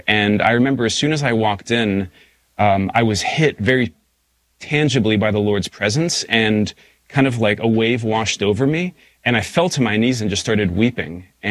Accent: Pittsburgh, Pennsylvania, United States; also born or lived in Saudi Arabia; family moved to Saudi Arabia. And then when I was eight, we moved to Pittsburgh, Pennsylvania. And so I grew up in Pittsburgh, had a really good childhood and a loving family. Grew up Catholic, going to church every week.

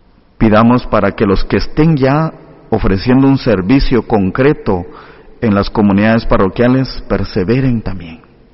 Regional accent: Santiago Atitlán, Sololá, Guatemala; En la parroquia de donde vengo, en Guatemala, en Santiago Atitlán

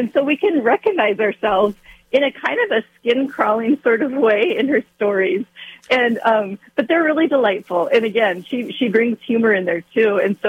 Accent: United States; Yeah, I'm from the North. Not only am I from the North, I grew up on a reservation, on a Lakota reservation. So my life started in another world.

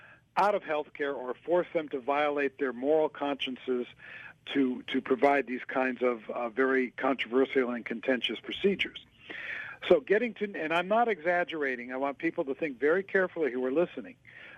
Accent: California, United States; moved away; I know I'm from California.

